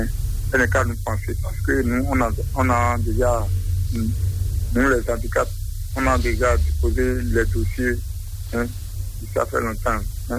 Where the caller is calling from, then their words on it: Porto-Novo, Ouémé, Benin; J'appelle de Porto Nouveau, commune de l'arrondissement de Manri, Katiyeji.